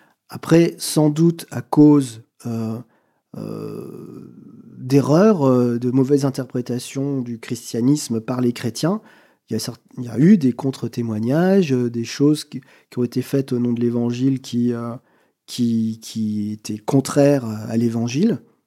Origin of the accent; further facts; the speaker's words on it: Bourges, Centre-Val de Loire, France; born there; moved away as an adult; also born or lived in northern France; je suis parti très vite de ma ville de naissance pour m'installer à Bourges, qui est dans le centre de la France et qui est une très belle ville médiévale et renaissante